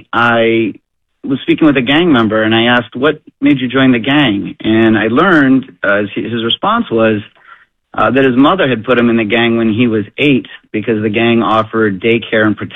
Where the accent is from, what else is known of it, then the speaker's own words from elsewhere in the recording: Plymouth, Michigan, United States; to bring it here to my home state and the home city of Plymouth